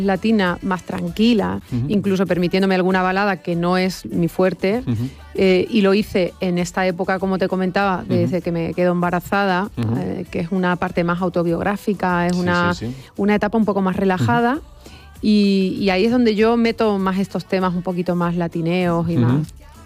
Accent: Extremadura, Spain; moved away; un programa en Extremadura, en mi tierra, donde uh-huh. yo soy

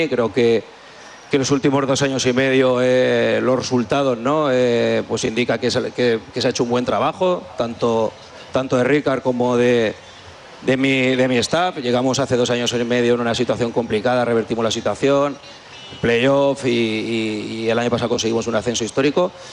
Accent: Albacete, Castilla-La Mancha, Spain; soy de Albacete, soy albacetista y albaceteño

